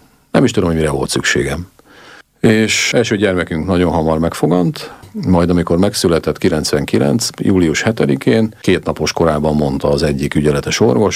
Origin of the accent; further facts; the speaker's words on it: Hajdúvid, Hajdú-Bihar, Hungary; moved away as an adult; also born or lived in Budapest; tehát én egy hajdubihari kisfaluban éltem, mellette lévő városban, Hajdúböszörményben születtem, és egy olyan falu, amiről beszélünk, Hajdúvid, ahol nem volt és a mai napig nincs is templom, ez egy szocialista falu